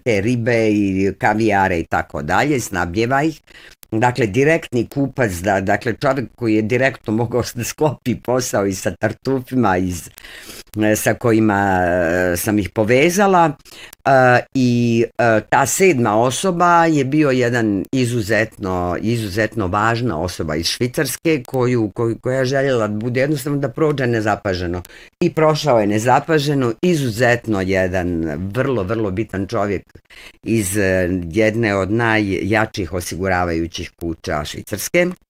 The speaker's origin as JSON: {"language": "Bosnian", "town": "Sarajevo", "region": "Federation of Bosnia and Herzegovina", "country": "Bosnia & Herzegovina", "tie": "born or raised there", "lives_now": "Monaco", "said": "Dakle, od Monaka, ja u Monaku pričam o Sarajevu i u Monaku dovedem Sarajevo."}